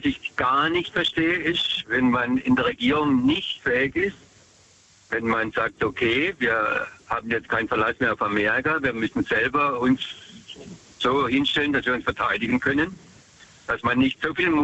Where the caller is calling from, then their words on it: Herbolzheim, Baden-Württemberg, Germany; Herbolzheim.